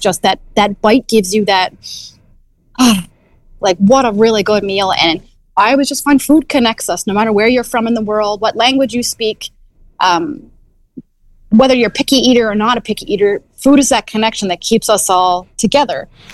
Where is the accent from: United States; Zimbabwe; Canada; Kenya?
Canada; East Coast; I'm from the East Coast.